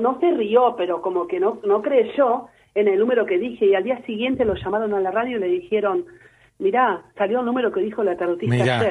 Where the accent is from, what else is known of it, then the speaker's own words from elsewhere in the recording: Argentina; also born or lived in Brazil; now in Buenos Aires, Argentina; Por eso yo vivo en el monte, yo tengo mi casa en Caballito, yo soy más brasileña que argentina, estoy siempre en Brasil